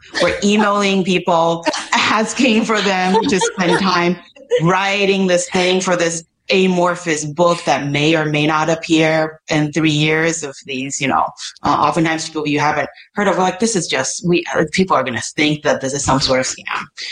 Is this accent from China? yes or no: no; Taipei, Taiwan; I grew up in Taipei City, which is this vast metropolis